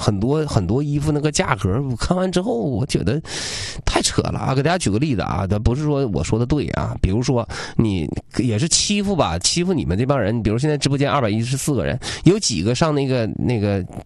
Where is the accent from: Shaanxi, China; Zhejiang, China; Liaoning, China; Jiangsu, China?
Liaoning, China; 我们辽宁人